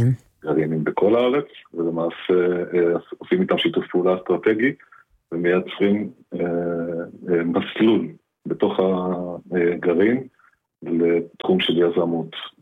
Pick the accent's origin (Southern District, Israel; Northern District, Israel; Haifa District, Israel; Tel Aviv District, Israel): Northern District, Israel; Kiryat Shmona; moved away as an adult; now in Kfar Saba, Israel; אני גדלתי והתחנכתי בקריית שמונה, וככה עזבתי אותה בגיל 22